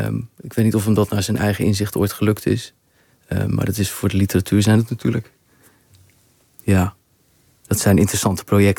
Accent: Harderwijk, Gelderland, Netherlands; Want waar ik vandaan kwam, bestonden bepaalde woorden voor bepaalde zaken niet.

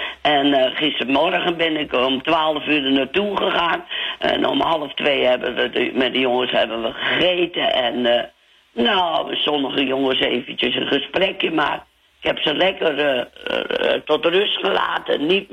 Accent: Muiden, North Holland, Netherlands; Nou, niet van de Volendam, maar wel van de Muiden.

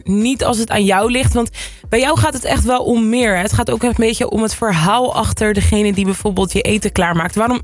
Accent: Amsterdam, North Holland, Netherlands; Ik ben zelf ook Amsterdammer

